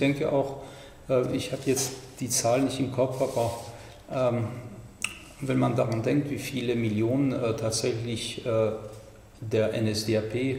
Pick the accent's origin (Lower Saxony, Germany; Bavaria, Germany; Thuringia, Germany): Bavaria, Germany; Munich; Gerade in München, wo ich herkomme, da waren sie sehr aktiv natürlich.